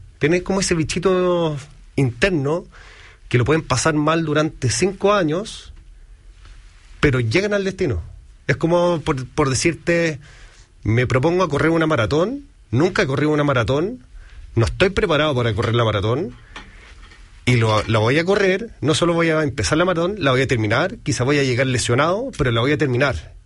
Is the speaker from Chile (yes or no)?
yes; Chile